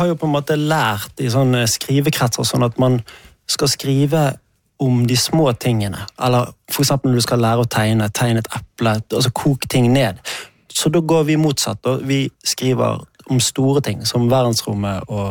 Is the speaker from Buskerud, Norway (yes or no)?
no; Kleppestø, Vestland, Norway; for det er min dialekt, altså jeg er for Kleppestø, vi driver en bygd som vent inn mot Bergen.